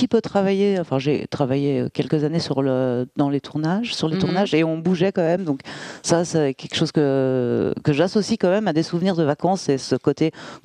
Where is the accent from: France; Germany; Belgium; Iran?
Belgium; Brussels; Moi, je viens de Bruxelles de base.